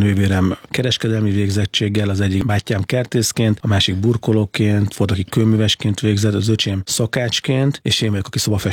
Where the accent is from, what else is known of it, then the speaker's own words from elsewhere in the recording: Budapest, Hungary; én már Budapesten születtem, 5. a 7 gyermekből, és a nővérem született Szikszón, mindenki más Budapesten született, de a szüleink borsodiak.